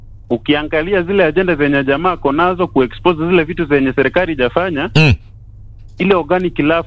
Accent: Nyamira County, Kenya; ni huko nyumbani kwetu Borabu.

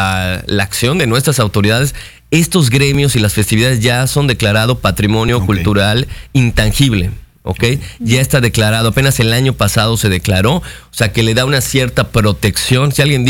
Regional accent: Mérida, Yucatán, Mexico; nosotros como, digamos, yucatecos, como meridanos

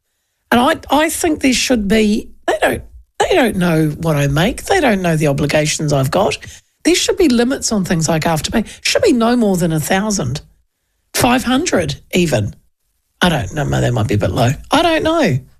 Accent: Hastings, South East England, United Kingdom; I'm from Hastings.

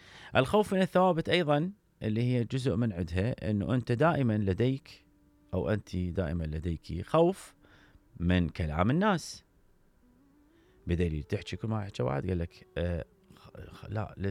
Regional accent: Iraq; احنا كمجتمع عراقي وحالنا حال المجتمعات العربية

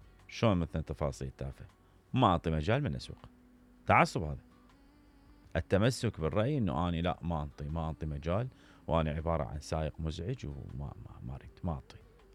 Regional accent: Iraq; في بلدنا جميل العراق

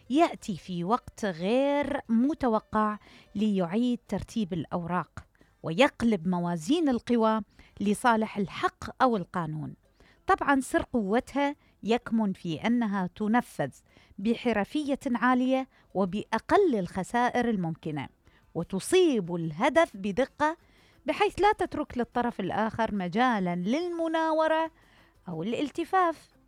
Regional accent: Iraq

